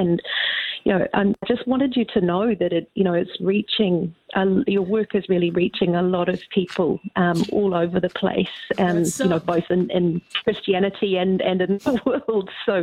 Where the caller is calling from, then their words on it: Auckland, New Zealand; So I live in central Auckland, and I'm a Protestant.